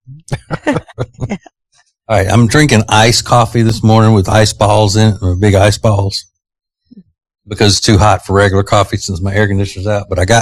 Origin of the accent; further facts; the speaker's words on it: Winfield, Louisiana, United States; moved away; We didn't have Chinese food growing up in Winfield, Louisiana. They didn't get a Chinese restaurant in Winfield and, you know, until after I was grown and gone, as they say.